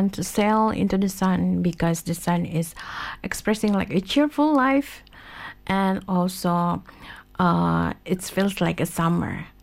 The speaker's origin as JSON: {"language": "English", "country": "Indonesia", "lives_now": "Tasmania, Australia", "said": "I'm coming from Indonesia and currently living in Tasmania. So that's the meaning of the across the ocean for me because of the geographical difference."}